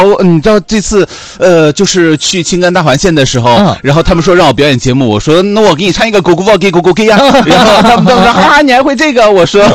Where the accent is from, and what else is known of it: Hainan, China